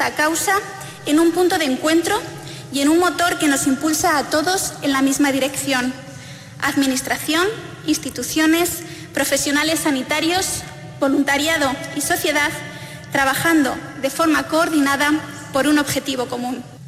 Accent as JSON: {"language": "Spanish", "region": "La Rioja", "country": "Spain", "said": "es un orgullo como riojanos comprobar que nuestra comunidad se sitúa entre las regiones con mayor nivel de avance"}